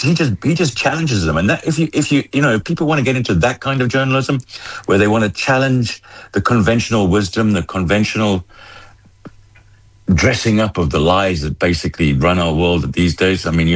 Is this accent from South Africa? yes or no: yes; South Africa; Yes, then I would return home, obviously, because I'm South African and I've always been South African.